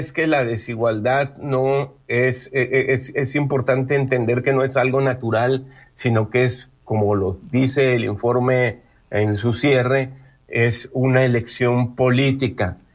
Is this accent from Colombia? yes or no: no; Mexico